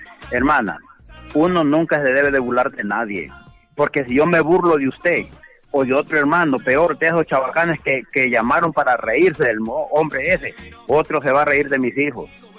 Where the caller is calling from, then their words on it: Tegucigalpa, Francisco Morazán, Honduras; de aquí en la colonia Nueva Suyapa.